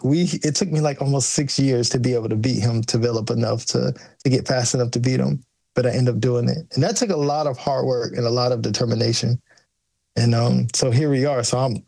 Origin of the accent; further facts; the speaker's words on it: United States; born there; I'm an American kid.